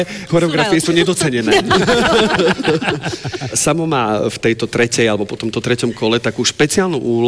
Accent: Zlaté Moravce, Nitra Region, Slovakia; born there; ja pochádzam zo Zlatým Horaviec

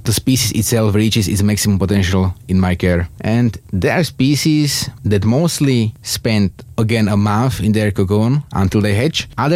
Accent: Bielý Kostol, Slovakia; English is a second language; I'm from Bielý Kostol in Slovakia.

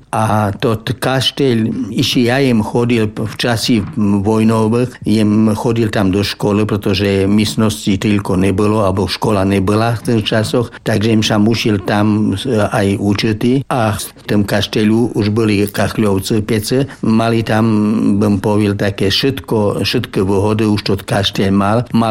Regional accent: Jakubany, Prešov Region, Slovakia; born or raised there

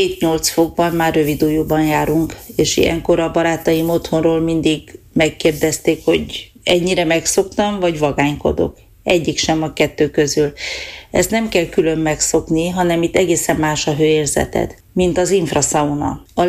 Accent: Transylvania, Romania; now in Norway; Erdélyből jöttem ki

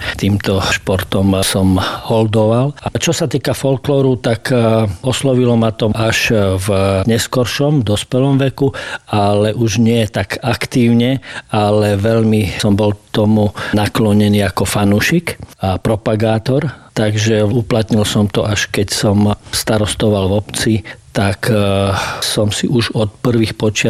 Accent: Raslavice, Prešov Region, Slovakia; Som rodakom, dokonca aj obidvaja moji rodičia pochádzali z Raslavic, takže ani som nikdy nerozmýšľal, že sa budem niekde sťahovať. Nakoniec som aj svoju manželku presvedčil, aby sme ostali u nás v Raslaviciach.

